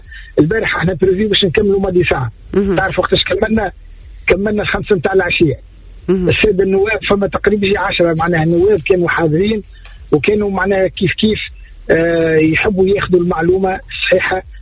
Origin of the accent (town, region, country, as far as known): Tunisia